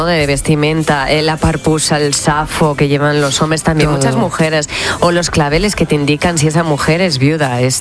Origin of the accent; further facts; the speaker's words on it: Madrid, Community of Madrid, Spain; Porque yo soy madrileña